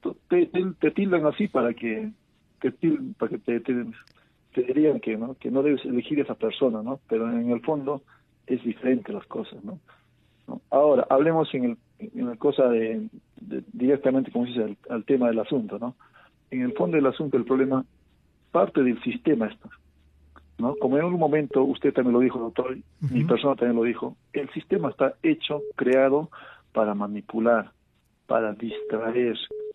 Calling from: Juliaca, Puno, Peru; de Juliaca.

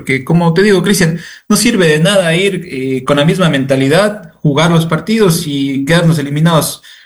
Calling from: Ecuador

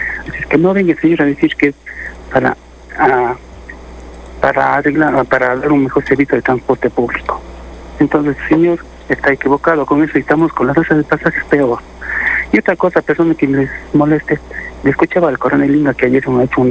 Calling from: Cuenca, Azuay, Ecuador; yo vivo en Totoracocha, pero no sé exactamente en qué barrio.

